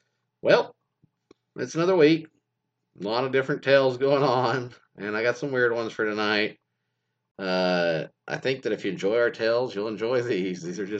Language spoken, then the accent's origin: English; Texas, United States